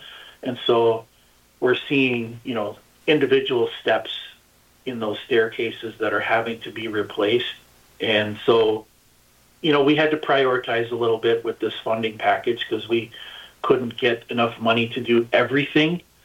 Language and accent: English; Minnesota, United States; Hi all my relatives … I am of the Bear Clan and I am from the Grand Portage Band of Lake Superior Chippewa